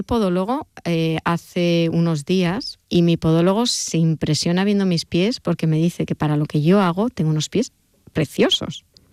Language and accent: Spanish; Basque Country, Spain; yo soy muy vasca. Yo en el País Vasco somos muy introvertidos